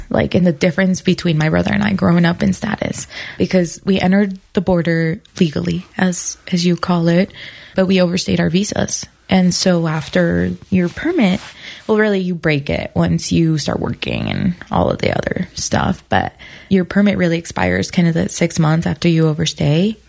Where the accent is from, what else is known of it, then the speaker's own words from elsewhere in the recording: Aurora, Colorado, United States; I grew up on Colfax and Moline. So I grew up in Aurora, right? On Colfax. And we lived on Colfax in Jamaica when we first arrived. So we never moved out of like that area, essentially.